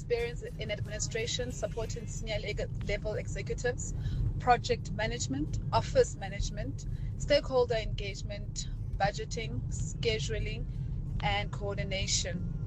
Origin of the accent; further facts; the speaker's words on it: Johannesburg, Gauteng, South Africa; from Johannesburg.